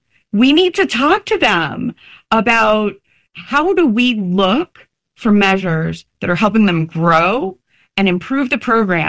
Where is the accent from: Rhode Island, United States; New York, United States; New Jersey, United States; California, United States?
New Jersey, United States; born or raised there